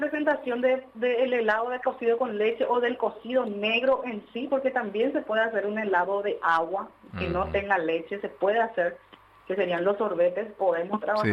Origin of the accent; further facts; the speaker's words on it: Coronel Oviedo, Caaguazú, Paraguay; nosotros somos de Coronel Oviedo.